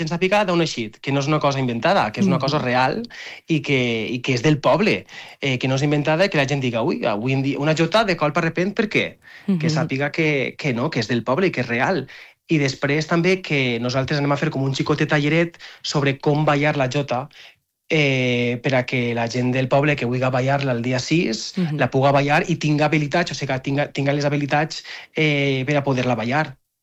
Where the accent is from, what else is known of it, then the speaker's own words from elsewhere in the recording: Ròtova, Valencian Community, Spain; l'ha tocat al meu poble, a Rotova.